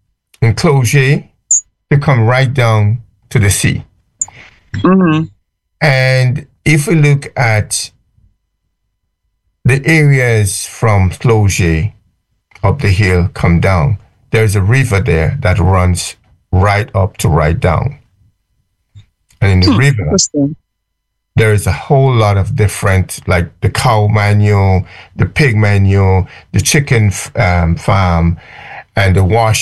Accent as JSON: {"language": "English", "region": "Saint Patrick", "country": "Grenada", "moved": "yes", "said": "I'm from St. Patrick"}